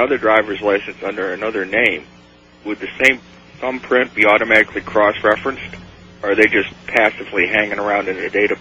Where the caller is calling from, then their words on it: San Diego, California, United States; I'm calling from San Diego.